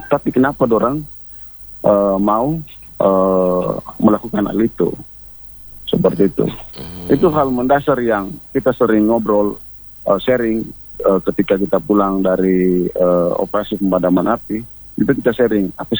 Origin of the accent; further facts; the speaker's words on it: Tahuna, North Sulawesi, Indonesia; Ataupun kita orang Tahuna lah. Orang Tahuna.